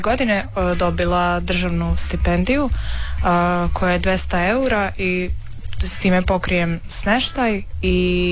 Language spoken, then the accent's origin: Croatian; Subotica, Vojvodina, Serbia; moved away as an adult; now in Osijek, Croatia; dolazim iz Subotice i studiram na Akademiji za umjetnost i kulturu.